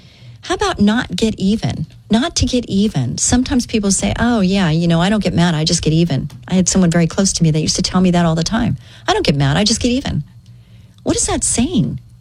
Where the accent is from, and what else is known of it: California, United States; born or raised there